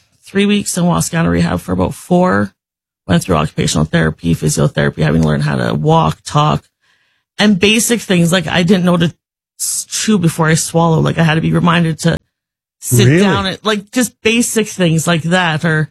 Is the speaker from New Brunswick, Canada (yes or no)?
no; Regina, Saskatchewan, Canada; That is correct. Spent 47 years here almost.